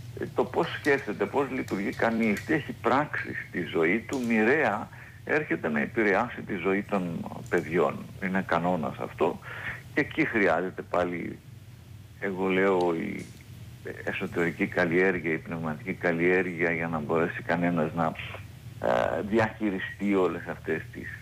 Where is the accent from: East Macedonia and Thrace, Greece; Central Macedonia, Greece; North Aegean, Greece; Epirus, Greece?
Epirus, Greece; moved away; Εδώ είναι τα βιώματά μου, είμαι και στο χωριό μου αυτό το διάστημα. Η ψυχή μου γαλουχήθηκε εδώ από τις εικόνες, τους ανθρώπους, τους παραμυθάδες του χωριού μου.